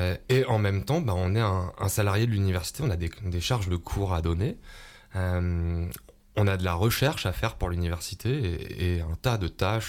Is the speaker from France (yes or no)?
yes; Aubenas, Auvergne-Rhône-Alpes, France; Moi, je suis né ici. Hein. Je suis un pur produit albenacien. Je suis né à l'hôpital, à la clinique d'Aubenas.